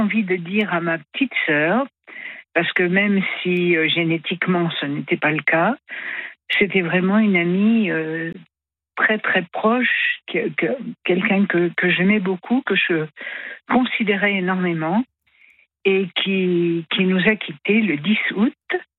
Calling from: Paris, Île-de-France, France; je vous appelle de Paris.

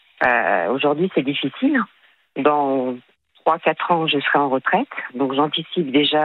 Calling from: Paris, Île-de-France, France; J'ai 61 ans, j'habite à Paris.

